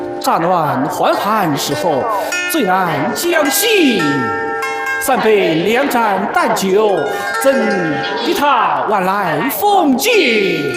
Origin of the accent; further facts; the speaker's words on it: Wuxi, Jiangsu, China; accent: Wuxi dialect; 我是无锡天一中学的老师，我用我的家乡话无锡话来读读看